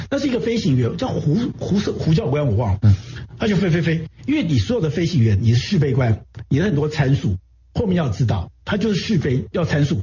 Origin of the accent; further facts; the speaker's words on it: Taiwan; 我们台湾人为了要别人不给我们武器，我们就自己发展武器。